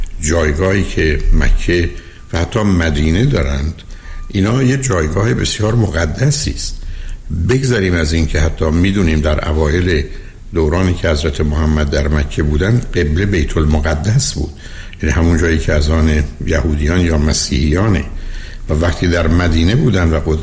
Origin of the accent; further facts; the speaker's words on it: Iran; به عنوان یه ایرانی عرض میکنم